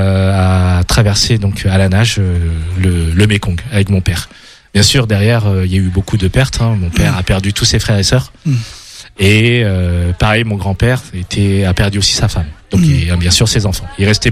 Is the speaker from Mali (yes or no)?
no; France; je suis très rattaché à mes origines, à ma culture. Mais c'est vrai que comme j'ai grandi en France